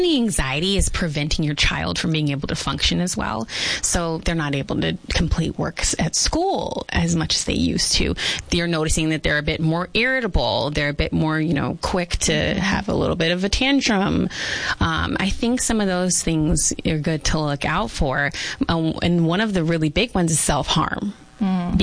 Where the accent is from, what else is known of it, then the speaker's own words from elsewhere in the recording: South Carolina, United States; born there; now in Yuma, United States; I was born in South Carolina.